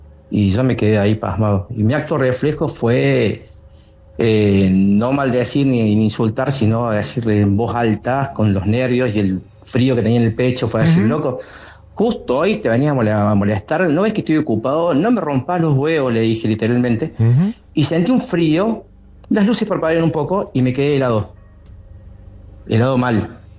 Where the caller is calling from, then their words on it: Córdoba, Argentina; De Córdoba Capital.